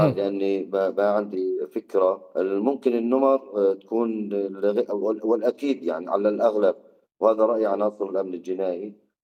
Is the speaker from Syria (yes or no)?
yes; Raqqa, Raqqa Governorate, Syria; أنا تعاطف أهل الرقة ومدينتي وأهل سوريا كاملة